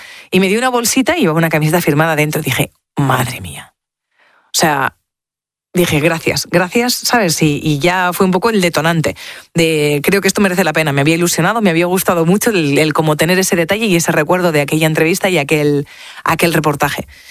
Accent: Spain; yo soy española, no sé qué te pasa con nosotros

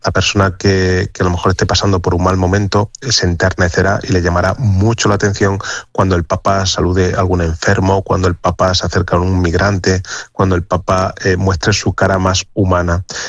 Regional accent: Spain; somos los españoles

